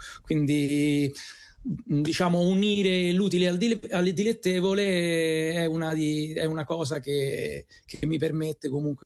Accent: Rome, Lazio, Italy; io sono romano e vivo a Roma

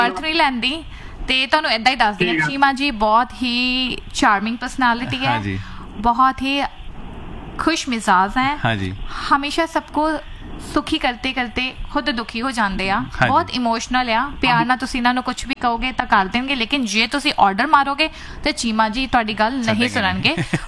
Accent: Amritsar, Punjab, India; moved away; ਮੈਂ ਵੀ ਅੰਮ੍ਰਿਤਸਰ ਤੋਂ ਆ

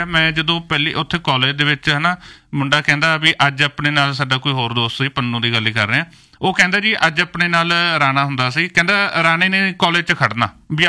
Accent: Barnala, Punjab, India; ਕਿਉਂਕਿ ਮੈਂ ਬਰਨਾਲੇ ਤੋਂ ਬਿਲੋਂਗ ਕਰਦਾ, ਮਾਲਵੇ ਤੋਂ ਬਿਲੋਂਗ ਕਰਦਾ

